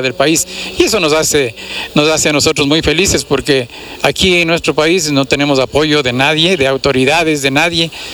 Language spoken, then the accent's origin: Spanish; Ecuador; decimos somos de Ecuador